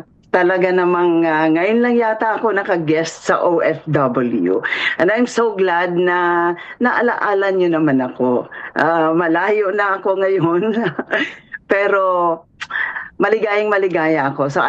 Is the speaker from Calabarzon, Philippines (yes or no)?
no; Bacolod, Western Visayas, Philippines; moved away as an adult; now in California, United States; taga-Bacolod ako